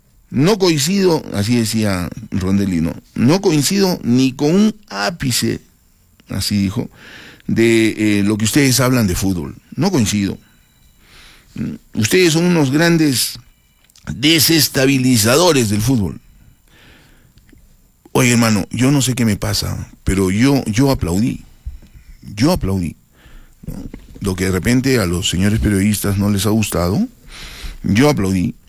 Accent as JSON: {"language": "Spanish", "region": "Arequipa", "country": "Peru"}